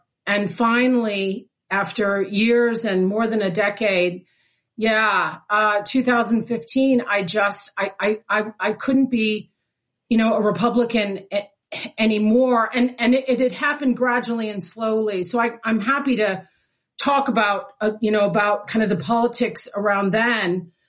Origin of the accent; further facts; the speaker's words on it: Chicago, Illinois, United States; moved away; also born or lived in Hinsdale; I'm from Chicago. Parents and grandparents and aunts all lived in South Side. I was born in Hinsdale.